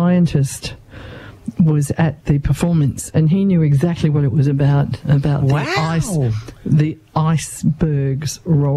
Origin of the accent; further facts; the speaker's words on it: Sydney, New South Wales, Australia; I grew up in Sydney